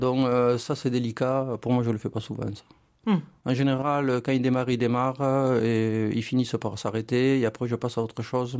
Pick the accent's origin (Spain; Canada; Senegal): Spain; now in Aude, France; Donc, quand je suis ici, je me dis que je suis espagnol au doigt et à l'œil. Tu vois. Pour moi, l'Aude, c'est une belle région et c'est un peu mon pays, en fait, quelque part.